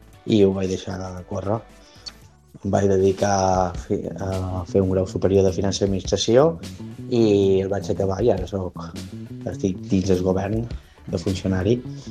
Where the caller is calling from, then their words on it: Palma, Balearic Islands, Spain